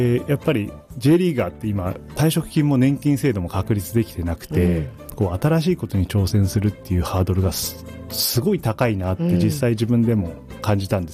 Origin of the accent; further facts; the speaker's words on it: Maebashi, Gunma, Japan; この前橋で生まれ育って、